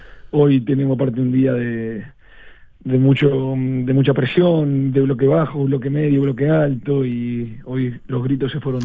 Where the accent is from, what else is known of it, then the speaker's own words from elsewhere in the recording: Uruguay; Y bueno, eso, como un uruguayo más, voy a estar preparado en casa para ver el partido